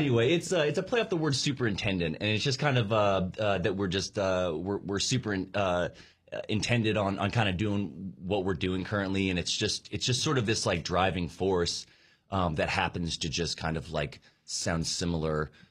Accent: Chapel Hill, North Carolina, United States; We're from Chapel Hill.

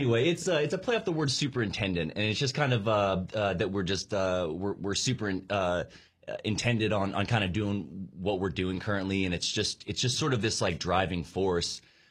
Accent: Chapel Hill, North Carolina, United States; And Luke and I grew up in a time where we're from Chapel Hill.

